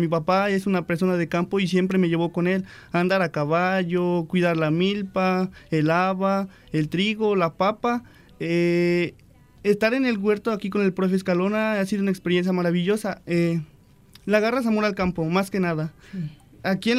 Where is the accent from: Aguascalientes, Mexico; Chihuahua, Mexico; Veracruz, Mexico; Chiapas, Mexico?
Veracruz, Mexico; Las Vigas de Ramírez; born there; yo soy de Las Vigas de Ramírez, Veracruz, un municipio llamado El Manzanillo.